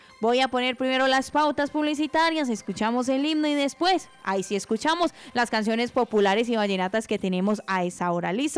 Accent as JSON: {"language": "Spanish", "town": "Briceño", "region": "Antioquia", "country": "Colombia"}